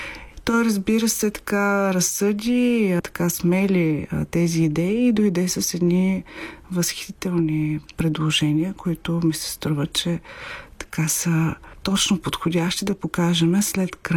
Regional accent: Burgas, Burgas Province, Bulgaria; двамата с художника сме от Бургас и се срещнахме в Бургас

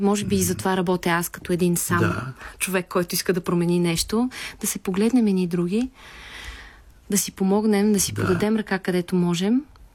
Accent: Varna, Varna Province, Bulgaria; Си говорим за море, че съм от Варна.

